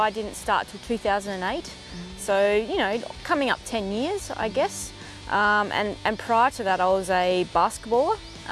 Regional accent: Rowlands, Western Australia, Australia; I'm from Rowlands, Western Australia and I'm a professional triathlete.

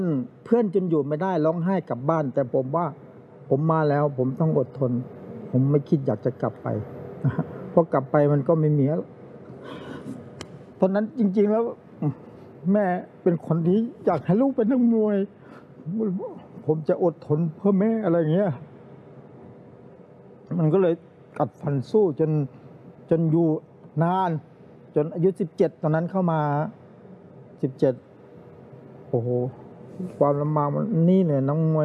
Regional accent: Phetchabun, Thailand; now in Bangkok, Thailand; ผมมาจากเพชรบูรณ์เนี่ยจริงๆแล้วผมมองตรงว่ามีเงินไม่ถึงร้อยเข้ามาอยู่กรุงเทพนะลำบากมาก

